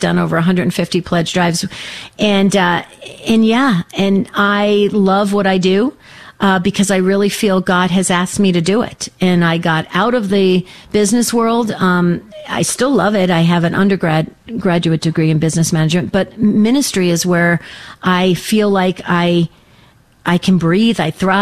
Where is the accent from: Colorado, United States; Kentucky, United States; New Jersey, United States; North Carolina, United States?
New Jersey, United States; moved away as an adult; now in Arizona, United States; I am Italian. I'm 100% Sicilian. I was born and raised in New Jersey. I live in Arizona because I moved out from New Jersey to come to college in Arizona, and I stayed in Arizona.